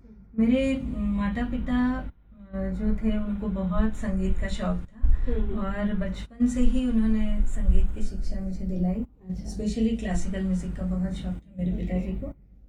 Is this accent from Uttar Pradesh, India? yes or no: no; Khandwa, Madhya Pradesh, India; मेरी भूमि खंडवा है, जहाँ के … हैं, जगत विख्यात जिनका नाम है। तो मुझे अच्छा लगता है कि मैं ऐसी नगरी से हूँ जहाँ से इतने बड़े बड़े आर्टिस्ट निकले हैं।